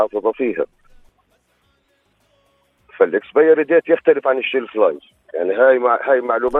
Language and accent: Arabic; Jordan; عندنا بالأردن